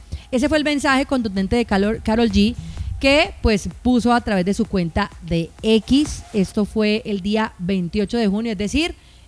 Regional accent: Colombia; gobiernan nuestro país.

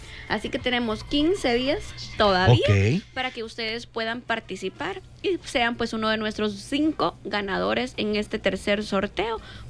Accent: El Salvador; nosotros como salvadoreños

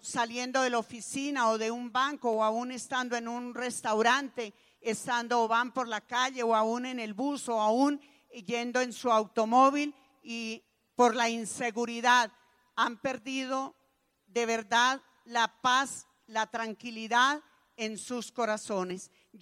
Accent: Colombia

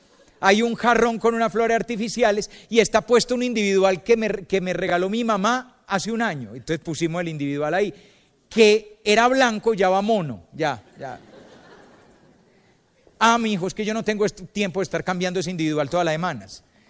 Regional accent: Colombia; vos sos colombiano, yo también.

